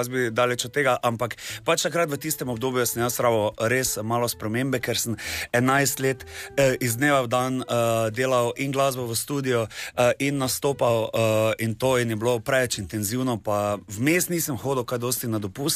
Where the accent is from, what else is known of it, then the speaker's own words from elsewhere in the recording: Maribor, Drava, Slovenia; prihajam iz Maribora, ne, in s tem tudi iz vinorodnega okoliša